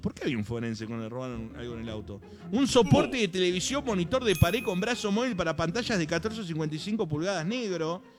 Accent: Argentina

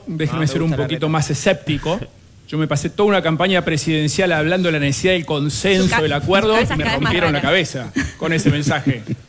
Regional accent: Argentina

